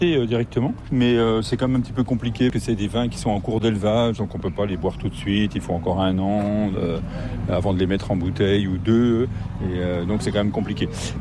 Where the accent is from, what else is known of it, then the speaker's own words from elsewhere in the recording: Beaune, Bourgogne-Franche-Comté, France; Moi, je suis né à Beaune. Hein. J'ai habité Beaune, je crois, 2 ans. J'habite à 10 km de Beaune depuis 62 ans maintenant et je suis né à Beaune aux Hospices.